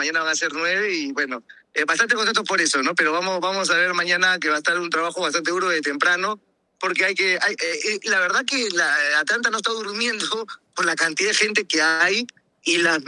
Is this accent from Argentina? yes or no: no; Peru; le decimos que somos de Perú